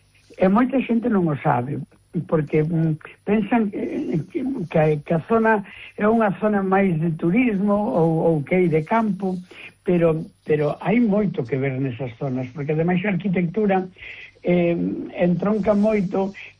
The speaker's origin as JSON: {"language": "Galician", "town": "Vigo", "region": "Galicia", "country": "Spain", "tie": "born or raised there", "also_born_or_lived": "Baños de Molgas / Valencia", "moved": "yes", "said": "porque nacer nacín en Baños de Molgas, pero aos poucos días xa fun para Vigo. As miñas viaxes por esa terra sempre foron no Brán, de vacacións, e pouco máis, porque vivín en Vigo, logo marchei para Valencia."}